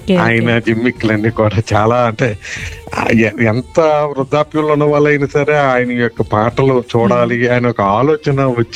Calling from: Visakhapatnam, Andhra Pradesh, India

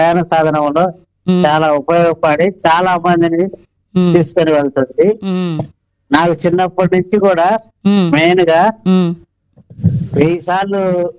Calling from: Nandyal, Andhra Pradesh, India

